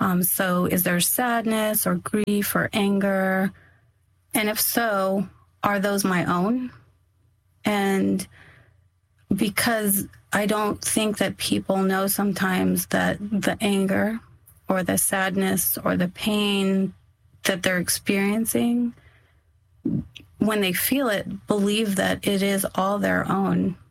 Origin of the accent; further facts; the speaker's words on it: Yuma, Arizona, United States; because I grew up in Yuma, Arizona. We're right on the border. And so there's a large Hispanic population, and growing up around